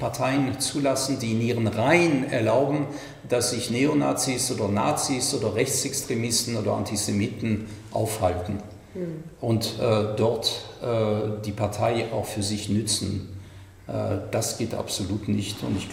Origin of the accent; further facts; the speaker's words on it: France; German is a second language; Ich komme aus Frankreich. Mir ist es sehr wichtig. Nicht nur Deutschland hat ein Problem mit seiner Vergangenheit, sondern auch Frankreich.